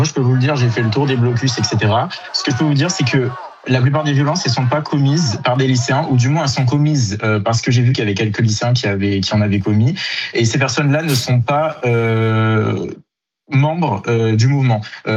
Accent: Toulouse, Occitanie, France; je suis de Toulouse

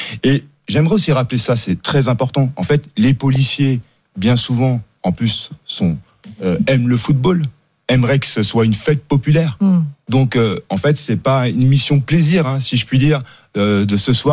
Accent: Paris, Île-de-France, France; Alors moi, je suis parisien.

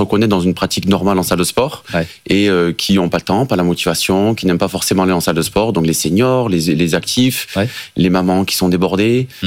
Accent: France; ben nous en tant que bon français, on va aller conquérir le marché américain et on va aller s'imposer là-bas.

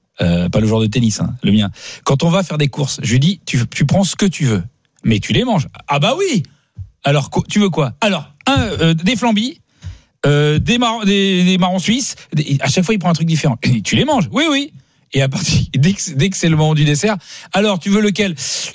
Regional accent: Paris, Île-de-France, France; passé un an et demi à petit, je crois c'est CE1, CE2, CM1 dans un village dans le sud-ouest. Et moi je venais de Paris.

